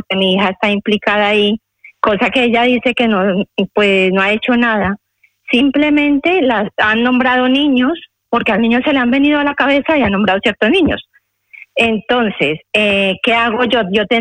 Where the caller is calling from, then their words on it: Majadahonda, Community of Madrid, Spain; Buenos días, de Majadahonda.